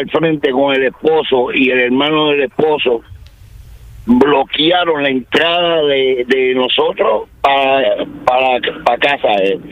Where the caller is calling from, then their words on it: Puerto Rico; Y como todo puertorriqueño, cogí y le metí un batazo.